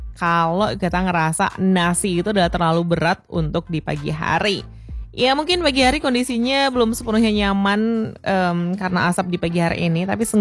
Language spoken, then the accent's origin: Indonesian; Pekanbaru, Riau, Indonesia; bagi kita orang Pekanbaru tuh agak asing ya dengan bubur singkong.